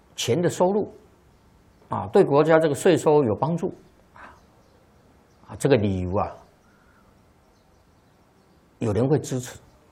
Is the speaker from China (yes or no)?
yes; China; 在我们中国人心目当中你开赌场总是不好的，不道德的